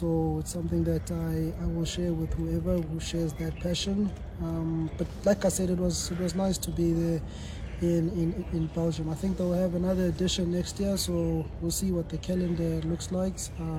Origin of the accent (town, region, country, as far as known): South Africa